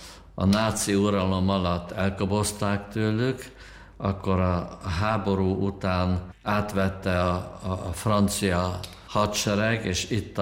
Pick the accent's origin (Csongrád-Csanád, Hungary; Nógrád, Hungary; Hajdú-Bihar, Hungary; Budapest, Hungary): Budapest, Hungary; moved away as an adult; now in Austria; és én voltam az, aki mint pesti strici ottan hozzájuk csapódott